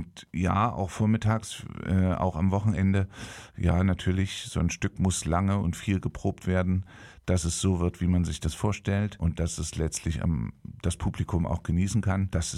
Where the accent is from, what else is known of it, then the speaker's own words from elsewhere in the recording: Gotha, Thuringia, Germany; born there; Also ich bin gebürtiger Gothaer